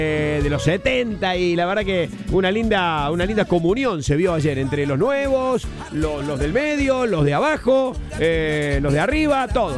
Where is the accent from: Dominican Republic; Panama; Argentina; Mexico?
Argentina; Soy argentino